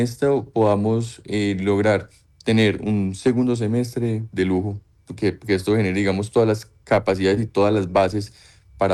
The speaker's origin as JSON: {"language": "Spanish", "country": "Colombia"}